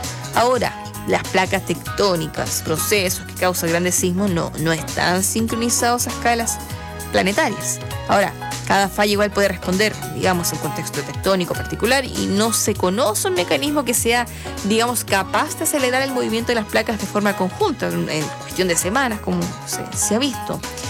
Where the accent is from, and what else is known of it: Chile